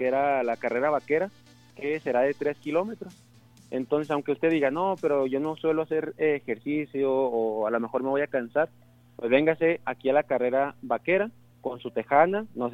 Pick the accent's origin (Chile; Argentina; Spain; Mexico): Mexico; Ciudad Juárez, Chihuahua; pues como buenos juarenses, decíamos, pues sí, queremos la música norteña, cumbia, vaquera, pero pues somos de Juárez, ¿verdad?